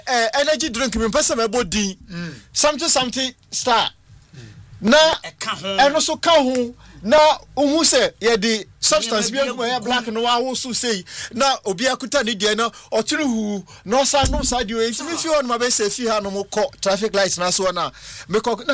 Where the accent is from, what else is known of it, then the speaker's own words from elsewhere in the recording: South Africa; as a South African